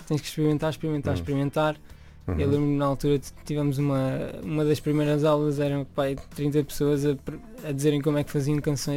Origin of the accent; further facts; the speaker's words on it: Portimão, Algarve, Portugal; moved away as an adult; also born or lived in Manchester; eu sou de Portimão.